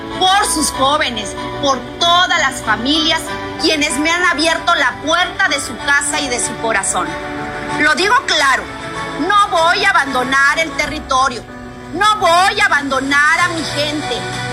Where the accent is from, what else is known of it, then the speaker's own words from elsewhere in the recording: Guerrero, Mexico; me quedo en Guerrero. Voy a seguir trabajando por mi tierra